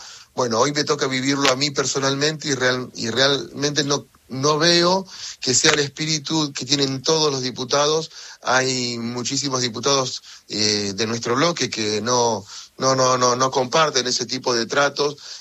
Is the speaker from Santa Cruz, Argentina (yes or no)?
yes; Santa Cruz, Argentina; alguien que viene de la provincia de Santa Cruz